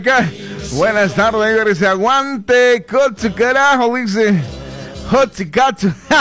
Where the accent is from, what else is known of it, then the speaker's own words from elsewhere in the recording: Bolivia; moved away; para las y los bolivianos que están también fuera de nuestro país, así como el quien te habla.